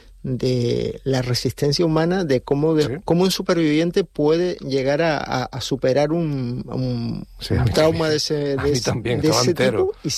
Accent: La Laguna, Canary Islands, Spain; Tenerife, lógicamente, yo soy de La Laguna y ahí está el accidente.

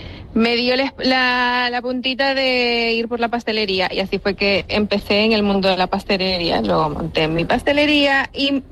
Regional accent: El Salvador; now in Lanzarote, Spain; Yo soy de El Salvador, Centroamérica.

